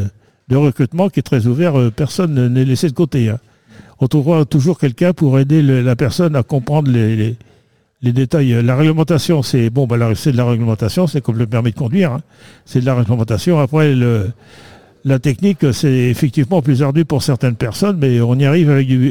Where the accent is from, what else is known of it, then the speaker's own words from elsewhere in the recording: Issé, Pays de la Loire, France; born there; je suis né à Issé, moi, donc je suis né à côté.